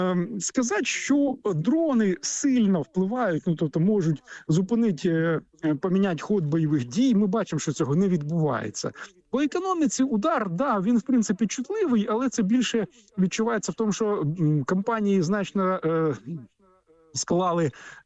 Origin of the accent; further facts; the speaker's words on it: Sumy, Sumy Oblast, Ukraine; moved away; моє рідне місто Суми, в якому я був геть недавно.